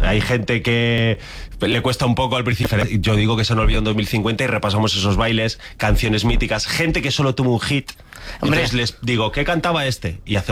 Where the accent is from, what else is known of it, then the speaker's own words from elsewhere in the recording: León, Castile and León, Spain; also born or lived in Hospital de Órbigo; padre es un pueblo que se llama Hospital de Órbigo y hemos vivido siempre en León, ¿no? Pero yo en mi pueblo paso los veranos, navidad, amigos son todos del pueblo